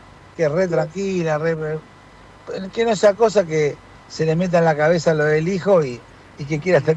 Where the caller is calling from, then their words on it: Argentina; a mí como argentino